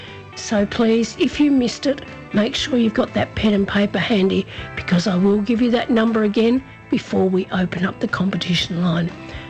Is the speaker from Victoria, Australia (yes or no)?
yes; Horsham, Victoria, Australia; born or raised there